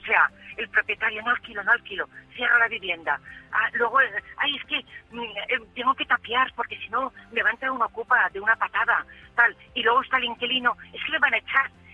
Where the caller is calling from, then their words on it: Valencia, Valencian Community, Spain; Eso no soy yo … de Valencia, que está ahorrando para comprar la vivienda.